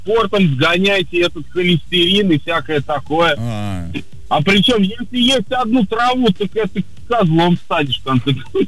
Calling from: Saratov, Saratov Oblast, Russia; я из Саратова.

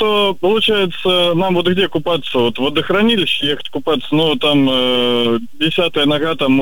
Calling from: Voronezh, Voronezh Oblast, Russia

